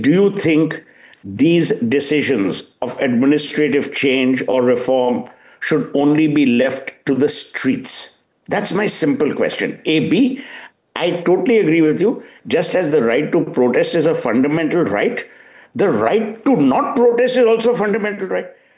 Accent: Kolkata, West Bengal, India; I come from Calcutta.

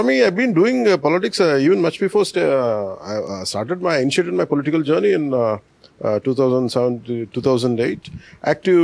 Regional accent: Telangana, India; So they cannot deny. I'm an Indian citizen. I'm a part of Telangana.

